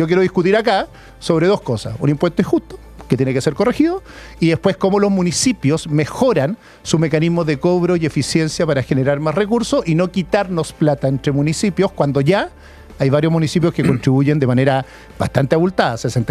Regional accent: Las Condes, Santiago Metropolitan Region, Chile; yo me crié en Las Condes, en la parte pobre de Las Condes. Color 9000, Santa Cita 92274, esa era mi casa. Estudié en un liceo público de Las Condes.

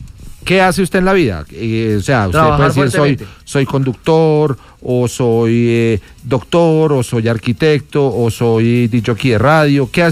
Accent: Bogotá, Colombia; usted, somos rolos.

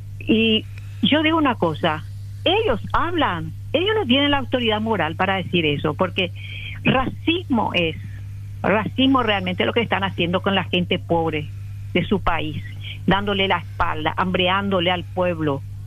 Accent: Paraguay; Y que nosotros como paraguayos, como tan orgullosos, decimos somos de la raza guaraní, defendamos un poco más nuestra tierra

